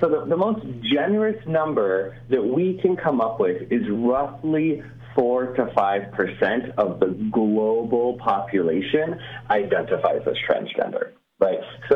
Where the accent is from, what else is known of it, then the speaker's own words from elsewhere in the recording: Alamogordo, New Mexico, United States; I'm from Alamogordo, New Mexico, so it was a little higher, maybe 12 or 15